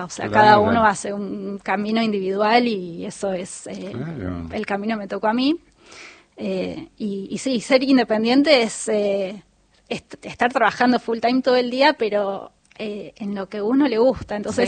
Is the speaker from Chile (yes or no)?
no; Buenos Aires, Argentina; De acá, de Capital.